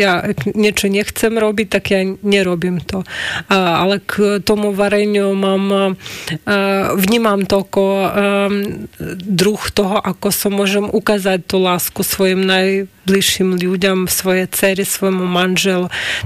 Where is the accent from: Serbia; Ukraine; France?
Ukraine; Dnipro, Dnipropetrovsk Oblast; Slovak is a second language; moved away as an adult; now in Slovakia; v mojom rodnom meste Dnipro